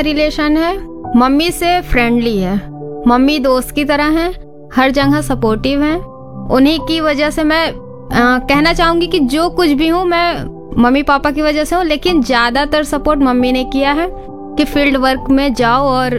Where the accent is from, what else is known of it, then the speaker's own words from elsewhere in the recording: Gorakhpur, Uttar Pradesh, India; मैं रहने वाली गोरखपुर की हूँ।